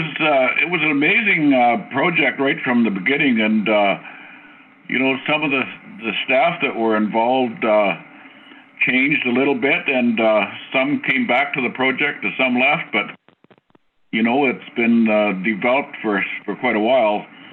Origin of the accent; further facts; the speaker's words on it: Whitehorse, Yukon, Canada; a beneficiary and member of the Kwanlin Dun First Nation. I was born and raised in Whitehorse.